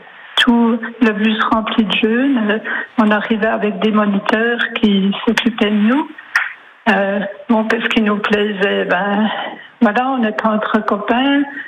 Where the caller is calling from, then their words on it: Pierrefontaine-lès-Blamont, Bourgogne-Franche-Comté, France; de Pierrefontaine et Blamont.